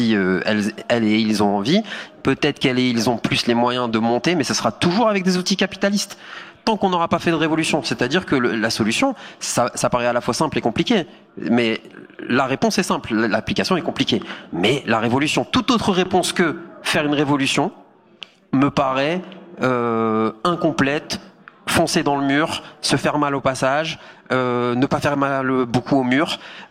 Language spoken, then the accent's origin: French; Hauts-de-France, France; moi, je viens du Nord, de la France